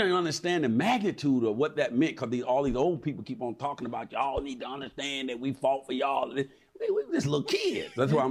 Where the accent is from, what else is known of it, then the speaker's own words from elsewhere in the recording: Birmingham, Alabama, United States; I grew up in Birmingham